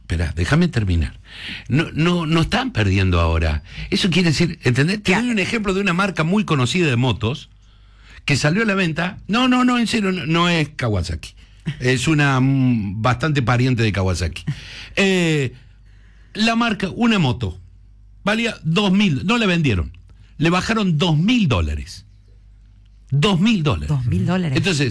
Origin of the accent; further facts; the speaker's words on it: Argentina; cómo somos en Argentina